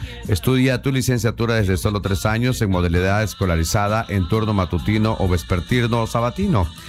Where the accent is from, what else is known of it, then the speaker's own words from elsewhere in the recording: Camuapita, Chiapas, Mexico; Saludos a Simona, ya hasta mi tierra, Camuapita, Chiapas.